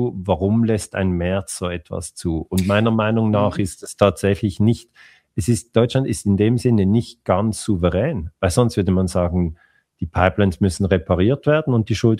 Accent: Switzerland; als auch Schweizer

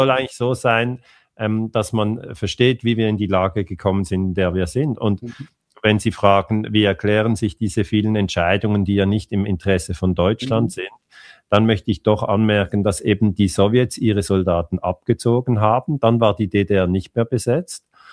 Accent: Switzerland; als auch Schweizer

